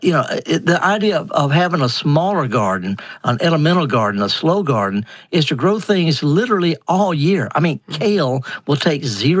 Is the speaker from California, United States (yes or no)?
no; Mississippi, United States; Well, it could be, you know, whether you're from Michigan, I'm from Mississippi. I garden half the year in England